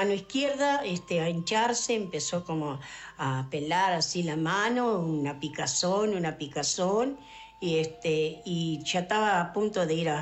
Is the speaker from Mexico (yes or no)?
no; Río Branco, Cerro Largo, Uruguay; Soy de acá, de Río Branco.